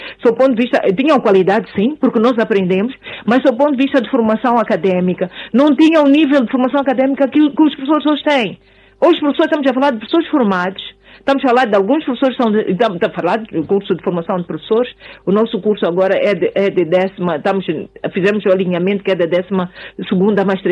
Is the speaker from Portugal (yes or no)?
no; Mozambique